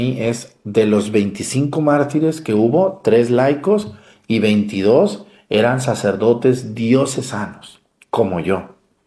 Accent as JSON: {"language": "Spanish", "town": "Mexticacán", "region": "Jalisco", "country": "Mexico", "tie": "born or raised there", "said": "por mi pueblo, por Mexicacán, Jalisco"}